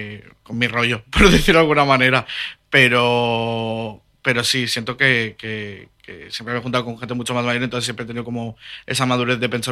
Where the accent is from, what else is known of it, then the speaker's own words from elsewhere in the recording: Valencian Community, Spain; bueno, soy de Aimus, de un pueblo aquí al lado de Gandía.